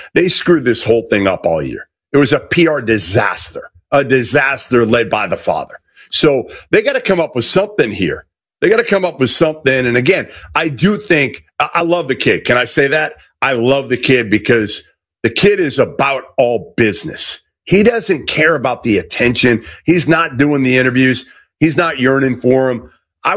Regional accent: Massachusetts, United States; I'm from Massachusetts, so I had seen AJ since he was a sophomore in high school a bunch.

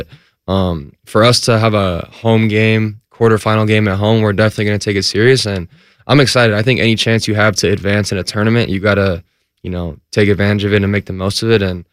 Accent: Fresno, California, United States; I'm from Fresno, which is like Central Valley of California, but I was always going to NorCal for like games and stuff.

